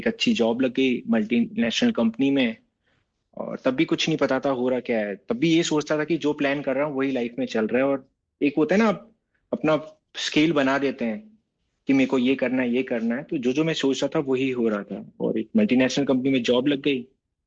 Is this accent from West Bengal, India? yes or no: no; Jaipur, Rajasthan, India; also born or lived in Guwahati / Ranikhet; जैसे मेरा home town Jaipur है, बट मेरा बॉर्न गुवाहाटी में हुआ